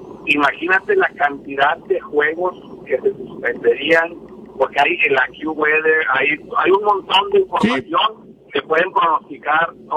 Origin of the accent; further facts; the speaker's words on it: Mexico; yo soy mexicano